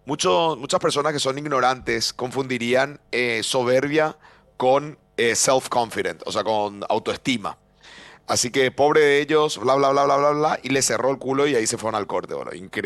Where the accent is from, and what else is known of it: Paraguay